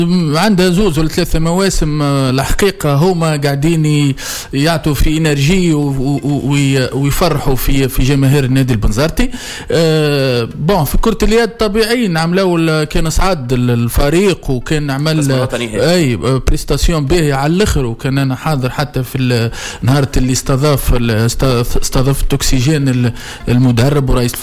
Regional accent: Tunisia; نحن تو كلنا توانسه

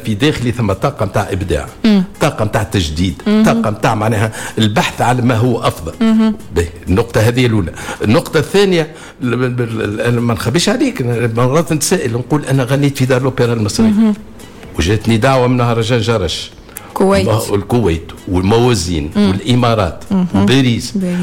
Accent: Tunisia; وأنا كفنان تونسي

